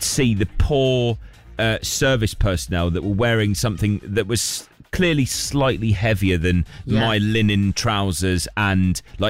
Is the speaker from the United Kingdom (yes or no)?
yes; United Kingdom; We're British.